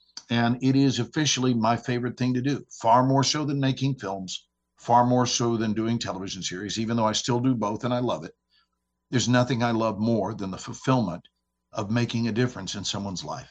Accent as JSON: {"language": "English", "region": "Texas", "country": "United States", "said": "You know, I'm from Texas, so this is what so many people say."}